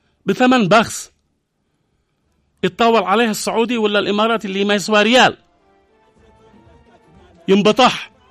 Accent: Yemen; وأنا كيمني أقل واحد فيهم بدل سفر

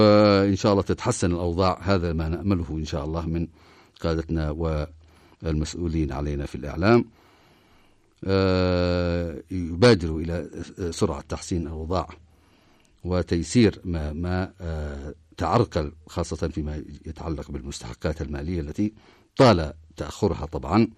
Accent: Yemen; بلدتنا اليمنية الطاهرة

